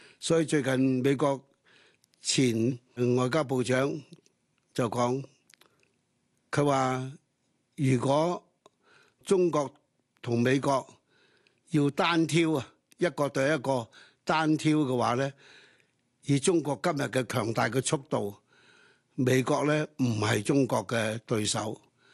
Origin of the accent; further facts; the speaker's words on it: Hong Kong; 所以我作為一個香港人，一個教育工作者